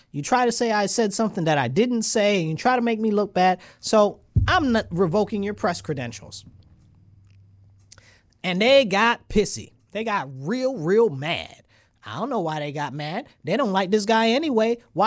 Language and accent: English; United States; I'm American.